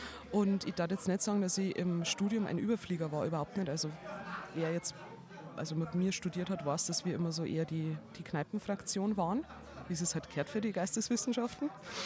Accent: Bavaria, Germany; accent: Lower Bavarian; also born or lived in Landshut; now in Salzburg, Austria; Ganz ursprünglich gebürtig bin ich 30 Kilometer von Landshut entfernt. Ja, eigentlich genau aus dem Dreieck Landshut-Straubing-Regensburg. Dort, wo sich die verschiedenen Dialekte treffen, wo der bayerische Wald aus Straubing einschlägt, das oberpfälzerische aus Regensburg und das eher Münchner

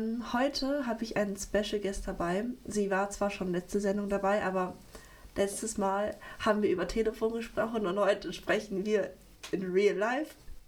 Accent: Germany; moved away; Ich war zu Hause in Deutschland, das war sehr schön.

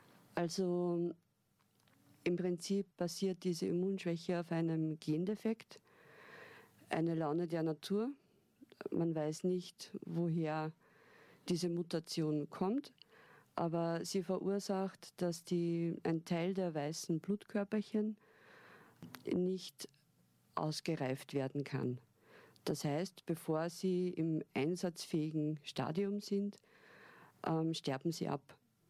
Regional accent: Upper Austria, Austria; Ich bin hier im Umkreis von Linz aufgewachsen

